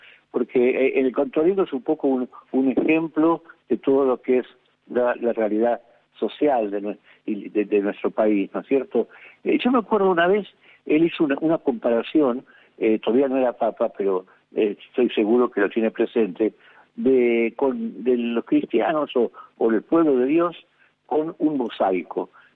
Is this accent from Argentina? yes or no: yes; Argentina